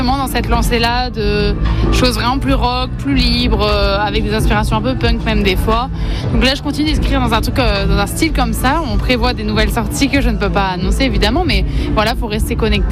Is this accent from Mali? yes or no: no; Rennes, Brittany, France; born there; il y a eu plusieurs villes, je suis née à Rennes moi. Et sinon, ouais, c'est toute ma famille qui est à Cancale